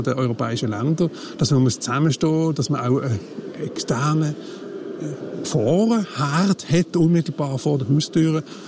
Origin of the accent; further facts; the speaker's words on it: Switzerland; da stellt man sich ab und zu die Frage als Schweizer, ja, was heisst das für uns?